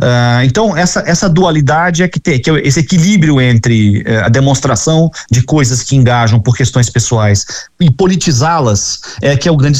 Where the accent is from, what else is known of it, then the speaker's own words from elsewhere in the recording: Rio de Janeiro, Brazil; eu também sou do Rio de Janeiro, então tenho especial interesse em olhar, né?